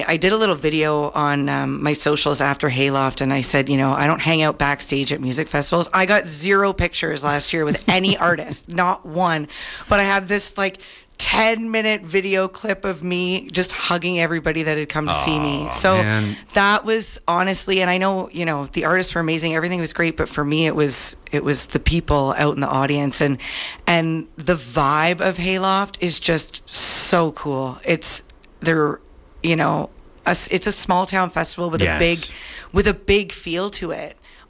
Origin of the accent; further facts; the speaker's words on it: Milverton, Ontario, Canada; moved away as an adult; also born or lived in Stratford; now in Harrington, Canada; I'm from Milverton. My husband and I lived in Stratford for a little while, moved out to Harrington, but Milverton is my home.